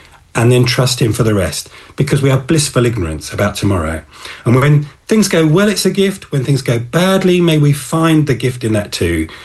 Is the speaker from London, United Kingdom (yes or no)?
yes; London, United Kingdom; I was born in Wimbledon